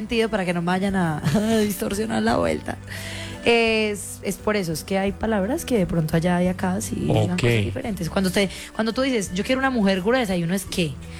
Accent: Antioquia, Colombia; Pues yo soy paisa

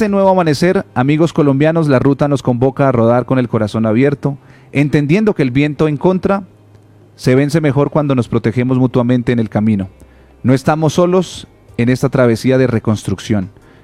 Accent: Colombia; El deporte nos une hoy a todos como colombianos.

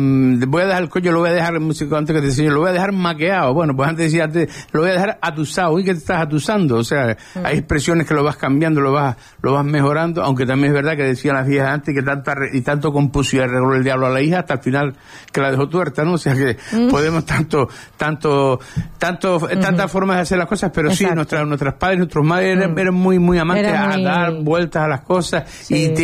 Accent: Lanzarote, Canary Islands, Spain; Nosotros tenemos muchísima influencia del portugués en Lanzarote y muchísima influencia del tema marinero.

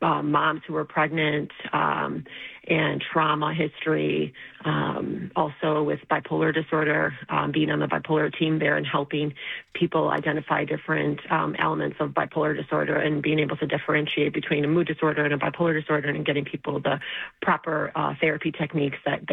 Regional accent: Albania; now in United States; Personally, myself, I am Albanian American, and my family and I immigrated here to the U.S. Altogether. We stayed in a refugee camp, and then we were sponsored in into the U.S.

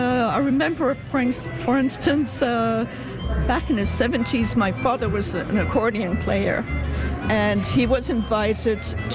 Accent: St. Pierre & Miquelon; also born or lived in Canada / Quebec; now in Newfoundland, Canada; I'm initially from Saint-Pierre-et-Miquelon, but I spent a lot of time in Canada and Quebec, and I've been in Newfoundland permanently since 1986.

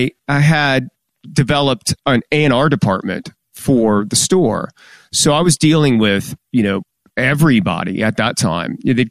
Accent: Baton Rouge, Louisiana, United States; And then, you know, kind of growing up in Baton Rouge, everybody in my neighborhood was in a band.

